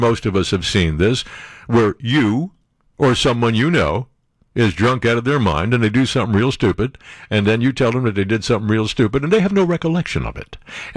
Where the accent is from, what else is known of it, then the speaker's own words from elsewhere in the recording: Maine, United States; about the candidate and concerned about his potential impact on the Democratic Party's prospects in my home state.